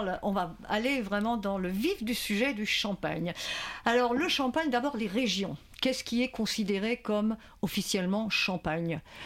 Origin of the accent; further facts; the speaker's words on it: France; en tant que Française